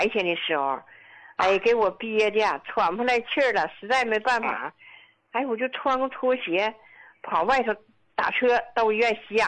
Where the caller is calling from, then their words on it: Yingkou, Liaoning, China; 我是来自辽宁，就是营口的患者